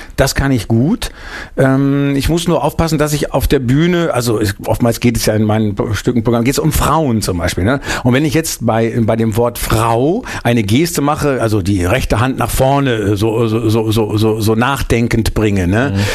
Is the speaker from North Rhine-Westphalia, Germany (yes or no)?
yes; Bielefeld, North Rhine-Westphalia, Germany; dann haben wir eine freie Gruppe gegründet in Bielefeld damals noch, meine Heimatstadt, Ende der 70er.